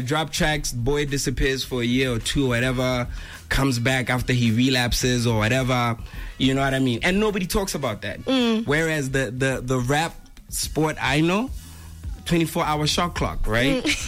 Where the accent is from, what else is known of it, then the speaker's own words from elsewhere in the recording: Botswana; it means the world to me to know that I come from this place.